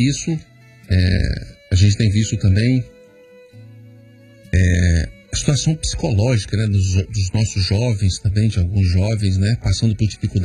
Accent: Ponte Nova, Minas Gerais, Brazil; Sou de Ponte Nova, Minas Gerais.

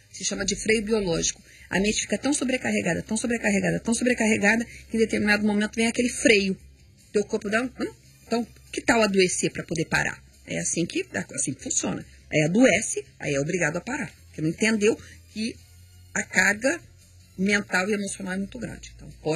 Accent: Paraná, Brazil; E eu sou paranaense também, né? Sou conterrânea dele, somos do mesmo estado.

